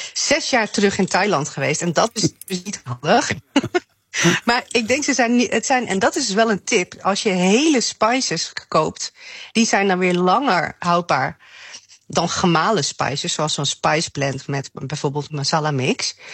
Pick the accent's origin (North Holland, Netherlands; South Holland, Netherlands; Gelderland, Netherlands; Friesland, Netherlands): Friesland, Netherlands; Leeuwarden; Maar ik ben geboren en getogen in Leeuwarden. En als ik daar dan weer ben, dan moet ik wel altijd een zak Friese dumkes mee.